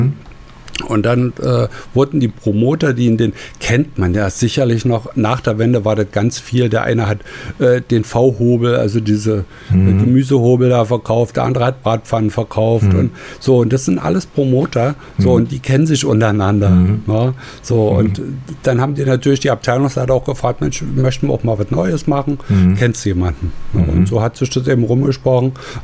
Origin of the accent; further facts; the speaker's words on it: Zwickau, Saxony, Germany; wir hatten eine Tanzschule bei uns in Zwickau und da gab es ein großes Kulturhaus. So, und da war ja zu DDR-Zeiten üblich